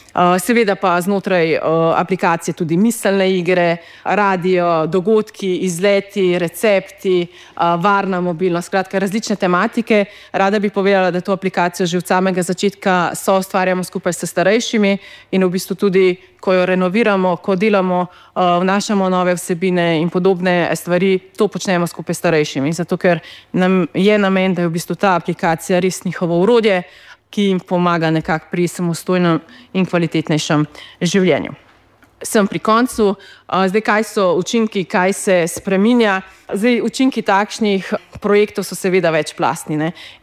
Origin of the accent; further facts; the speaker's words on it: Southeast Slovenia, Slovenia; sama prihajam iz Dolenjske, iz neke vasice